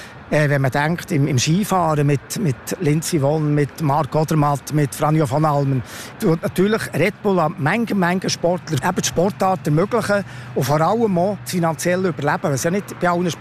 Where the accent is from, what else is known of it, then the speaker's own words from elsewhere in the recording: Switzerland; ich hoffe, dass wir irgendwo bei uns in der Schweiz die Visionäre noch finden